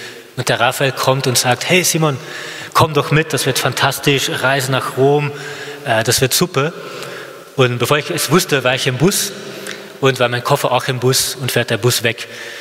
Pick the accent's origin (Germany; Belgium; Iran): Belgium; Flanders; first language French; German is a second language; moved away; Französisch, ehrlich, meine Muttersprache, aber ich bin in Flandern mit Flämisch aufgewachsen, auch in der Schule.